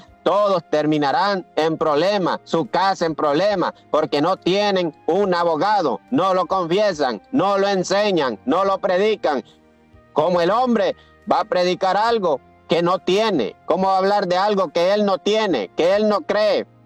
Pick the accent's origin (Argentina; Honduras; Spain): Honduras; now in United States; Yo nací en Honduras, hermano